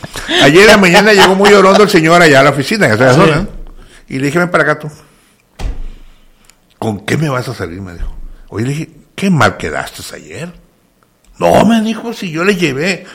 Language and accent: Spanish; Sinaloa, Mexico; de la Gloria Margen Derecho, por cierto, un saludo para mi pueblo.